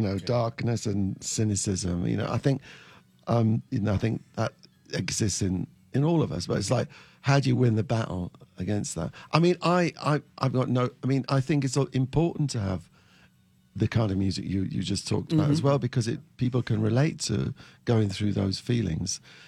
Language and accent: English; High Wycombe, South East England, United Kingdom; also born or lived in Maidenhead; my hometown, which was High Wycombe.